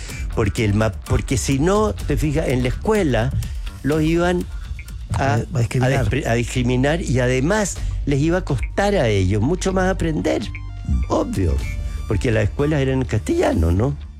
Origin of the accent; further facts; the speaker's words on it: Chile; Los más racistas que hay somos los chilenos.